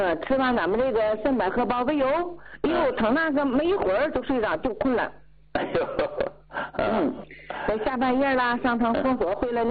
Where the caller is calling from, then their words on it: Tianjin, China; 我家是天津的。